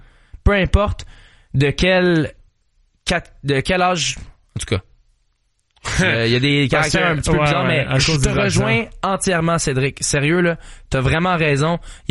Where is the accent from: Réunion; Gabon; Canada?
Canada; Montreal, Quebec; Je lui ai dit, je viens de Montréal et je peux prendre un selfie.